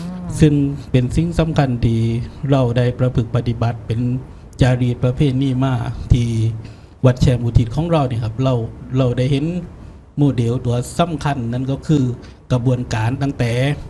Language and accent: Thai; Songkhla, Thailand; ในฐานะเราเป็นชาวสงขลา